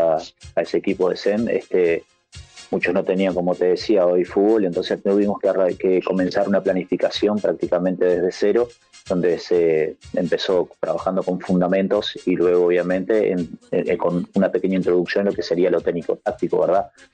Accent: Montevideo, Uruguay; yo soy del Cerro, hicimos baby fútbol ahí en lo que sería Sauce

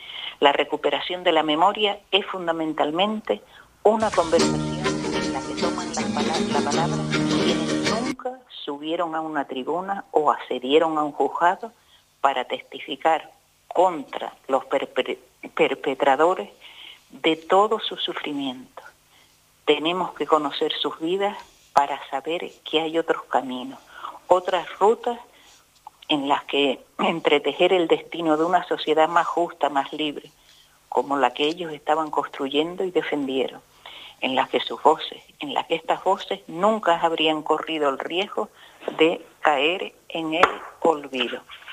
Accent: Canary Islands, Spain; Yo no soy de Tigalate, yo soy de la otra banda.

